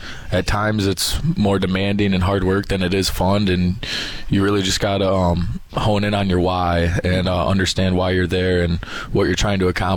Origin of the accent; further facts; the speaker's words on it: Schoolcraft, Michigan, United States; I'm from Schoolcraft, Michigan, about an hour south of Grand Rapids, a smaller town.